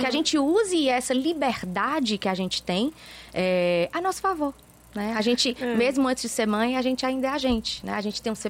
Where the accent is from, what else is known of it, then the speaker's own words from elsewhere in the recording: Brazil; Então, que a gente, enquanto brasileira, que tem todo esse acesso, que tem toda essa facilidade, né